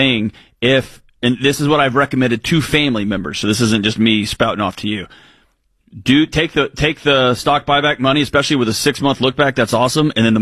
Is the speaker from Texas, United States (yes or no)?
yes; Houston, Texas, United States; I grew up in Houston and had friends and family that worked at Enron.